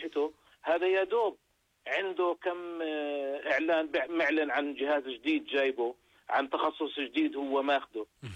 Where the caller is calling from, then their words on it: Jordan; يعني أنا بقول واحد عندنا بالأردن دخله راتبه 500 دينار.